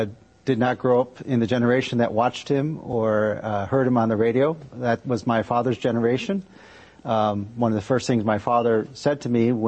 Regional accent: Harvey, Illinois, United States; And so I'm from Harvey.

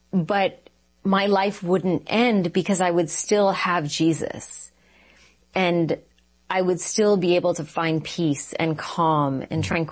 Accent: Texas, United States; born or raised there; also born or lived in Calgary, Canada / Sri Lanka

